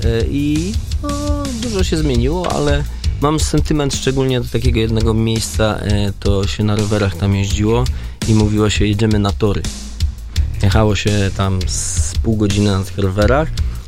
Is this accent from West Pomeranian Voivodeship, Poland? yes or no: no; Bełchatów, Łódź Voivodeship, Poland; also born or lived in Piotrków Trybunalski; ja się wychowałem w Bełchatowie.